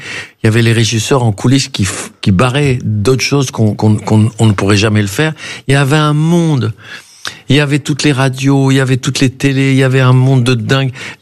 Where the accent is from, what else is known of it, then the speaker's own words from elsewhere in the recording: Tunisia; born there; moved away; quand on a quitté la Tunisie.